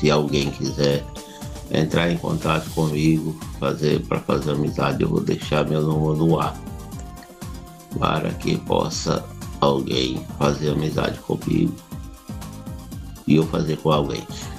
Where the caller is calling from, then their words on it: São Francisco do Piauí, Piauí, Brazil; E eu sou daqui de São Francisco do Piauí … daqui de São Francisco do Piauí.